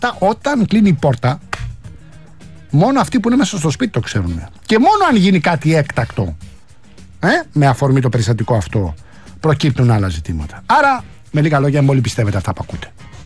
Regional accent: Rafina, Attica, Greece; στη πατρίδα μου, στη Ραφίνα

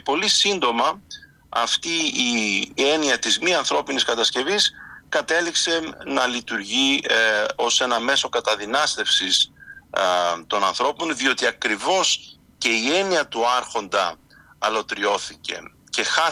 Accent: Greece; εμείς ως Έλληνες και ως Ορθόδοξοι

